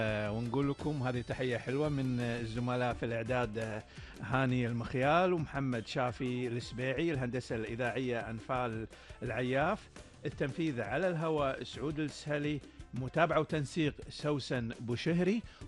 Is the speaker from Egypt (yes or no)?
no; Kuwait